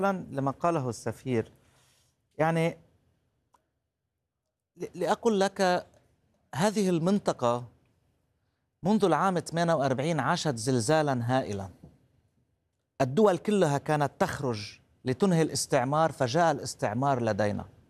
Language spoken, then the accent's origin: Arabic; Lebanon; عندنا بلبنان